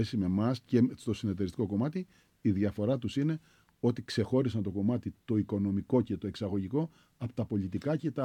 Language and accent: Greek; Sitia, Crete, Greece; Είμαι από τη Σιτία